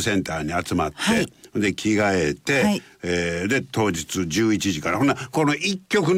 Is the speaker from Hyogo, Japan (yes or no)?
yes; Takasago, Hyogo, Japan; 僕らあの商店街で育って、